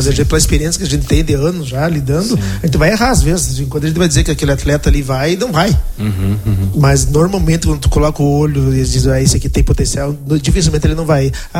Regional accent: Passo Fundo, Rio Grande do Sul, Brazil; somos naturais de Passo Fundo, os dois, e eu lá em Passo Fundo era só a competição.

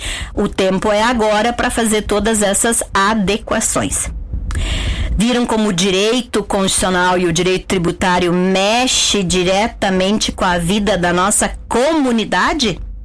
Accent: Rio Grande do Sul, Brazil; Vou tomar um chimarrão, porque eu sou gaúcha

